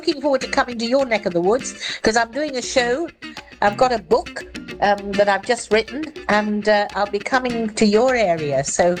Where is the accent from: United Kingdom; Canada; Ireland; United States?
United Kingdom; Scotland; and I'm Scottish.